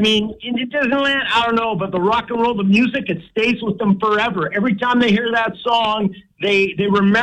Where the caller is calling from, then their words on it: Campbell River, British Columbia, Canada; Because I'm in Campbell River